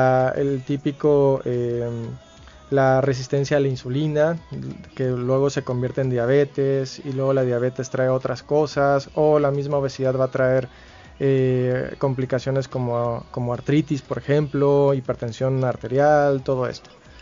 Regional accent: Mexico; somos mexicanos

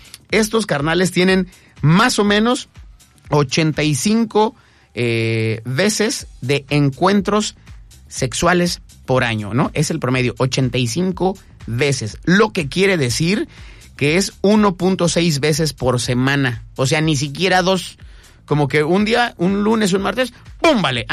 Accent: Mexico

